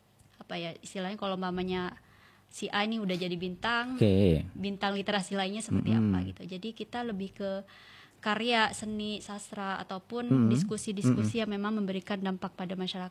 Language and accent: Indonesian; Bluto, East Java, Indonesia; also born or lived in Probolinggo; Saya asalnya dari Bluto